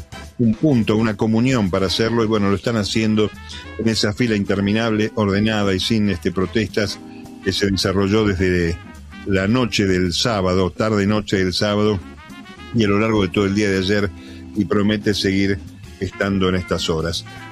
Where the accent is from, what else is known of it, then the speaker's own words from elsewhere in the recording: La Plata, Buenos Aires Province, Argentina; somos de La Plata contemporáneos, unos cuantos